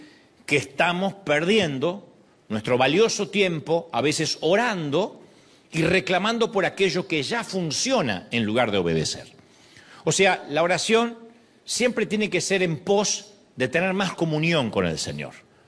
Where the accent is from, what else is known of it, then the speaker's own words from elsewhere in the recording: Argentina; moved away; Hace algunos años llegó un respetado predicador a la Argentina. Yo vivía allá